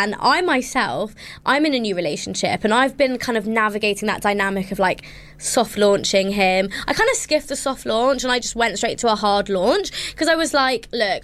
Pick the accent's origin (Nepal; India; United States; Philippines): India; I'm also Indian. So whilst we're both Indian, we come from different states and we're different religions.